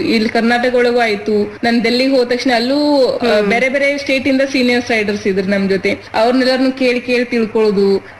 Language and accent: Kannada; Karnataka, India; ನಮ್ಮ ಊರಿಂದ ಜಮಖಂಡಿ 15 ಕಿಲೋಮೀಟರ್ ಅಷ್ಟೇ ರೀ.